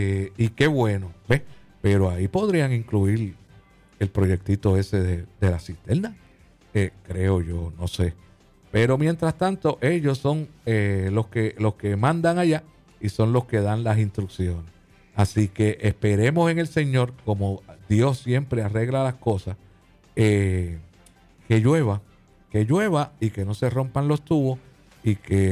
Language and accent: Spanish; Puerto Rico; Pero bueno, usted sabe cómo somos aquí los boricuas.